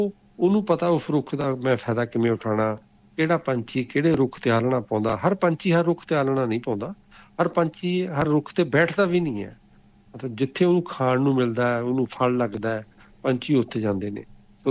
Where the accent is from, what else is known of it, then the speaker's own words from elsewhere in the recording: Punjab, India; ਅਤੇ ਮੇਰਾ ਪਿੰਡ ਜਲੰਧਰ ਦੇ ਲੱਗਿਆ, ਅਸੀਂ ਉੱਥੇ ਜਲੰਧਰ ਵਗੈਰਾ ਦੇ ਲਵਾ ਰਹੇ ਹਾਂ